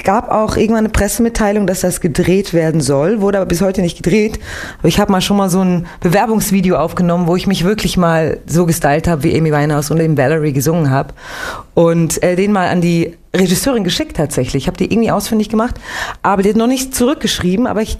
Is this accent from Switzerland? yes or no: yes; Winterthur, Zurich, Switzerland; accent: Swiss German; Ich bin geboren in Winterthur, ist im Kanton Zürich, so 20 Minuten von Zürich entfernt, geboren und aufgewachsen.